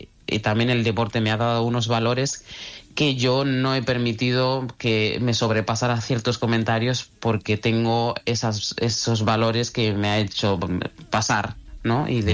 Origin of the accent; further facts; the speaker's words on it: Bamako, Mali; Spanish is a second language; now in Galicia, Spain; La verdad, o sea, es que Galicia es totalmente diferente a Bamako.